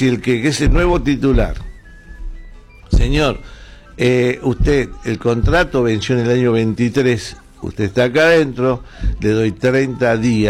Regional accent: Buenos Aires, Argentina; Me crié en la ciudad oculta.

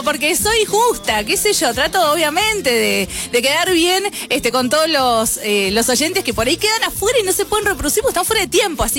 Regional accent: Argentina; somos argentinos.

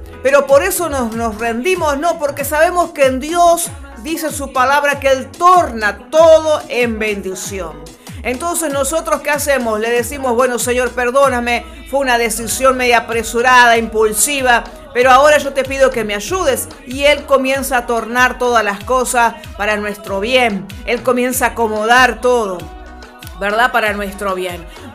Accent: Uruguay; Como buen uruguayo tomando un rico mate

